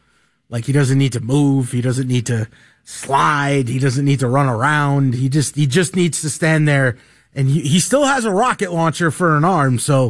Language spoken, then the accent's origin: English; New York, United States; now in Atlanta, United States; 92.9 The Game, my new home in Atlanta, but of course you all know I'm from New York, so I always get the tea and the scuttlebutt what's going on with my teams that I grew up watching.